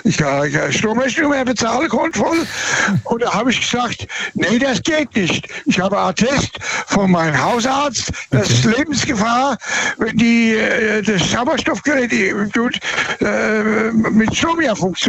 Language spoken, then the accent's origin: German; Birlenbach, Rhineland-Palatinate, Germany; born there; Und zwar weiß ich, wo ich geboren bin, in dem Ort Birlenbach.